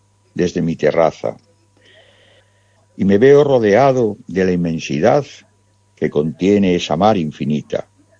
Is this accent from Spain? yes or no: yes; Galicia, Spain; forma parte de mi paisaje y que evidentemente, como buen gallego, pretendo cuidar y mostrar.